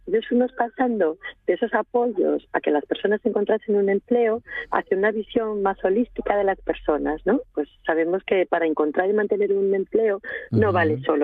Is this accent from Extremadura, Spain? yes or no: no; Asturias, Spain; yo soy asturiana y soy rural